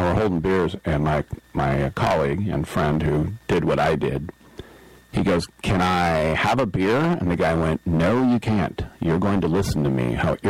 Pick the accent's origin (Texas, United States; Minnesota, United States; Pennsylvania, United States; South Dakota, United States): South Dakota, United States; North Dakota? How dare you? I'm from South Dakota.